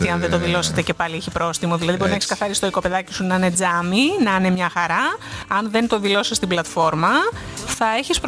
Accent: Central Greece, Greece; Βιωτία, εμείς που είμαστε.

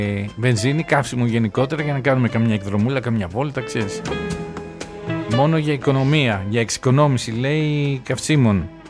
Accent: Greece; εμείς σαν Έλληνες

